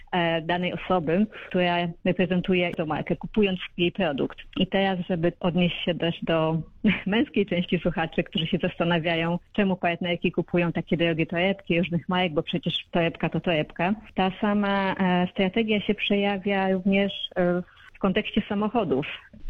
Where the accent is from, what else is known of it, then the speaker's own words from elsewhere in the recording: Radom, Masovian Voivodeship, Poland; moved away as an adult; now in Australia; Z Radomia.